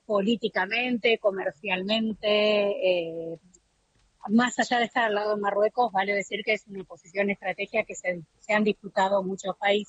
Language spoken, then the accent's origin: Spanish; Bahía Blanca, Buenos Aires Province, Argentina; moved away as an adult; now in Ceuta, Spain; No soy cordobesa, soy de Bahía Blanca.